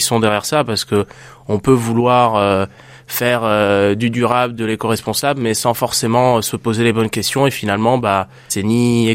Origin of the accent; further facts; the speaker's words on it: Italy; vu que je suis italien, on mange souvent ça à l'apéro